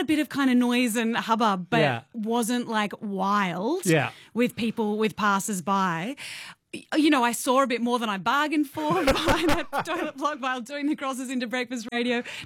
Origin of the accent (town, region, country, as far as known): Australia